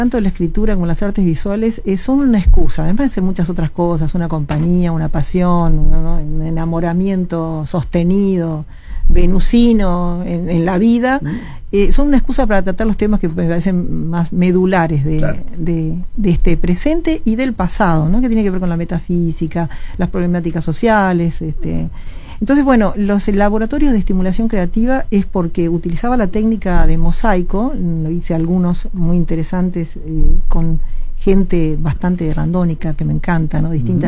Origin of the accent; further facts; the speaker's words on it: Argentina; moved away as an adult; also born or lived in Belgrano, Buenos Aires; now in Uruguay; se iba a poner mucho más cruda la situación en mi país.